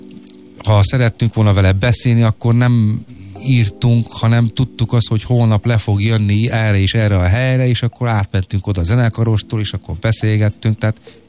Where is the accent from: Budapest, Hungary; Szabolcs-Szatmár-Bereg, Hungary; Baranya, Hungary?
Budapest, Hungary; a 8. kerület, én a 8-ban nőttem fel, a 8. kerületi fiatalok ismertük egymást.